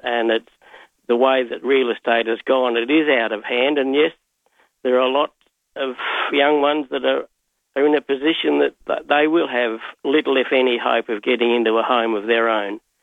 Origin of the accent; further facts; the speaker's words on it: Barrie, Victoria, Australia; I grew up in Berrie, and we had the Murray Line drive-in up there.